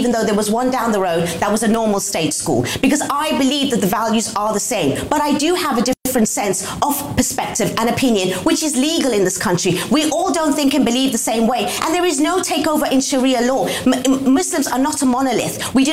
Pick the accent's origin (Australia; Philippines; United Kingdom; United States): United Kingdom; I am still British and I'm still proud.